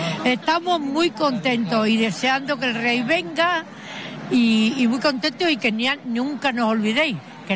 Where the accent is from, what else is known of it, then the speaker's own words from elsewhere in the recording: Ceuta, Spain; moved away as an adult; now in Cartagena, Spain; Yo soy caballa, soy nacida en Ceuta, criada en Ceuta, pero pues me casé, mi marido es marino y vivimos en varios sitios. Yo ahora vivo en Cartagena.